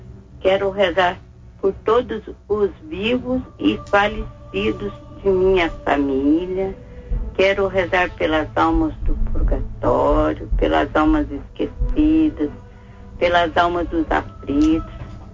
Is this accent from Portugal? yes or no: no; São Lourenço, Minas Gerais, Brazil; Eu sou de São Lourenço.